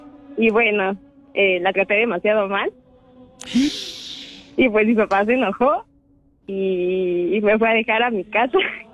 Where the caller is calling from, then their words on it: Texcoco, State of Mexico, Mexico; De Texcoco.